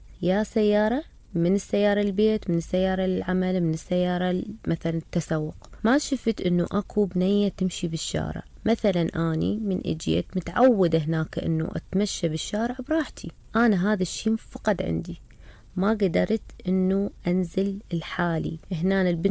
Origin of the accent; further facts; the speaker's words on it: Basra, Basra Governorate, Iraq; born there; moved away; من إجيت آني للعراق صار العكس، خصوصا بالبصرة، إنه آني رجعت خلص أريد أسكن بالبصرة، مدينتي ومحافظتي وأهلي وناسي.